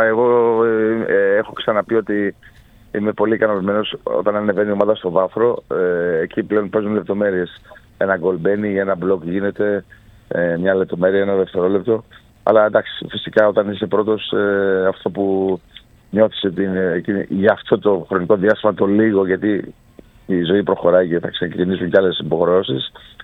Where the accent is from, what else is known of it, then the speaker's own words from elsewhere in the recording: Volos, Thessaly, Greece; moved away; Είμαι πολύ περήφανος που είμαι κατάγομαι το Βόλο.